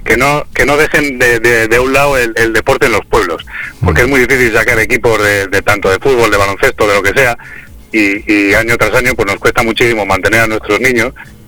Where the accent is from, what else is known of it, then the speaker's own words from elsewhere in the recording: Grijota, Castile and León, Spain; era el equipo de mi pueblo